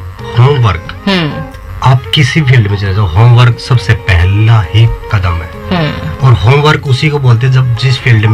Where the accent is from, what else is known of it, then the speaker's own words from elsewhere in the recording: Haryana, India; मैं हरियाणा से हूँ, हमारे अम्बाला में पैदा हुआ है